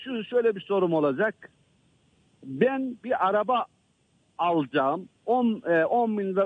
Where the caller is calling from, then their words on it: Of, Trabzon, Turkey; Trabzon Of'tan arıyorum.